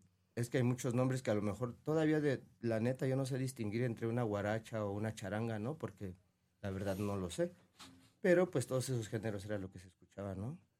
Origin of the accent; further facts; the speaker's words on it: Mexico City, Mexico; ahí en el barrio, en Leyes